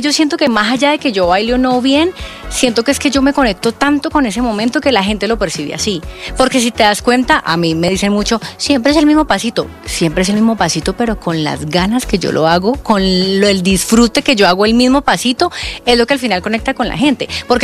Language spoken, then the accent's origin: Spanish; Colombia; moved away